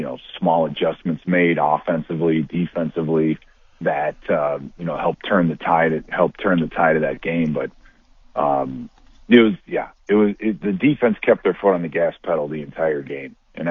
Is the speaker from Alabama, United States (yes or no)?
no; Chicago, Illinois, United States; moved away as an adult; It's growing up in Chicago and then getting drafted and moving up here.